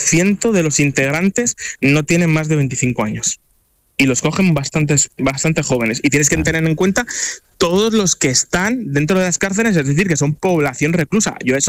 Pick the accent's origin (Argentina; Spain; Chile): Spain; Madrid, Community of Madrid; yo que soy de Madrid